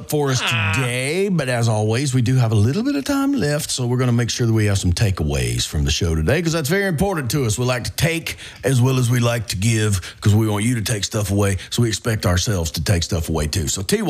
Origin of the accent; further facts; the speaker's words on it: Mississippi, United States; Going back to that story from, you know, my home state of Mississippi